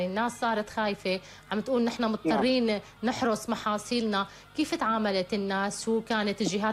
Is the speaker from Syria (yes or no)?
yes; Syria